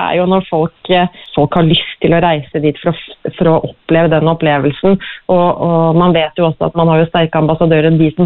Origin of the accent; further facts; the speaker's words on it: Kragerø, Vestfold og Telemark, Norway; Så jeg kommer jo fra Kragerø som er sommerby